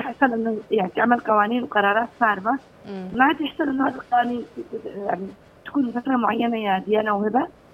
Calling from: Yemen; بثقافتنا كيمنيين

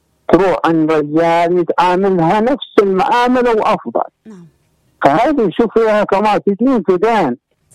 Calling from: Hadramaut, Yemen; من حضرموت.

